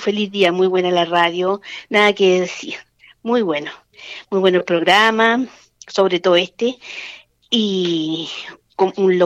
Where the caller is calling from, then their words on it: O'Higgins, Chile; de Rinconada de Malo.